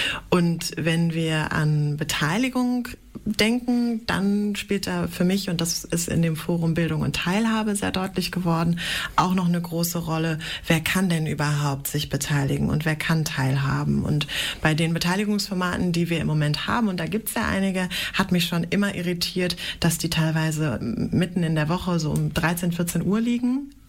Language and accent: German; Göttingen, Lower Saxony, Germany; born there; Ich als gebürtige Göttingerin